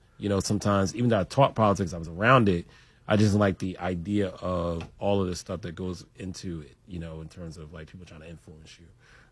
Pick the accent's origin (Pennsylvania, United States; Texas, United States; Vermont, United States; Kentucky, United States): Pennsylvania, United States; Philadelphia; I grew up in North Philadelphia around 11th and Tioga. Around when I was about 10, I moved to Mount Airy.